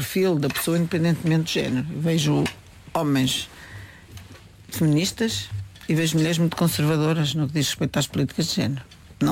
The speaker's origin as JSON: {"language": "Portuguese", "town": "Matosinhos", "region": "Norte", "country": "Portugal", "tie": "born or raised there", "said": "Eu nasci em Matosinhos, isto é um bocado assim provinciano, mas eu sou de Matosinhos"}